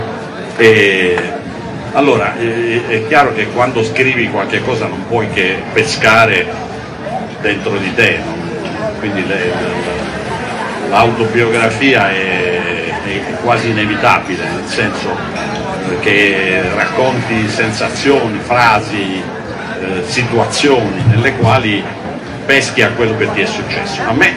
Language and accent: Italian; Southern Italy, Italy; Noi democratici del sud